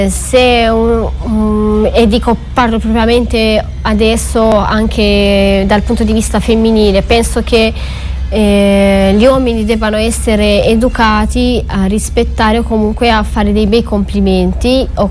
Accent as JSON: {"language": "Italian", "country": "Romania", "moved": "yes", "lives_now": "Italy", "said": "del mio essere proprio rumena"}